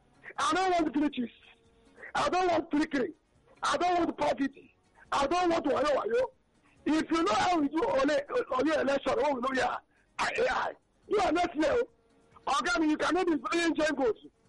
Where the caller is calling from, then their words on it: Orota, Lagos, Nigeria; I'm calling from Orota. You get to cook community.